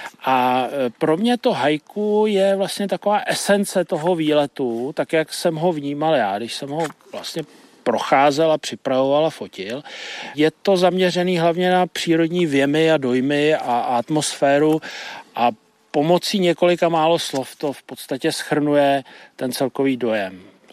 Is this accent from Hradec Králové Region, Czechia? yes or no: no; Benešov, Central Bohemian Region, Czechia; born there; also born or lived in Blaník area; now in Dolní Břežany, Czechia; já jsem se narodil v Benešově, pocházím vlastně z Posázaví, leta jsem žil pod Blaníkem, pak jsme se přestěhovali do Dolních Břežan na jižní okraji vlastně Prahy. Celý život se pohybuju nebo žiju tady vlastně v té oblasti jižně od Prahy